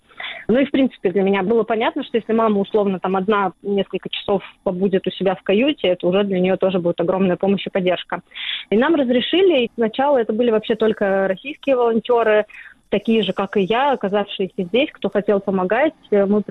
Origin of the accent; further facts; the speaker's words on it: Russia; Я как бы не скрывала, что я из России, но я об этом и не рассказывала на каждом углу.